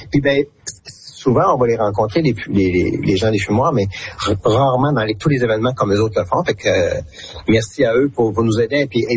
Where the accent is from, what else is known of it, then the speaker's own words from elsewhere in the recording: Quebec, Canada; chez nous en Gaspésie.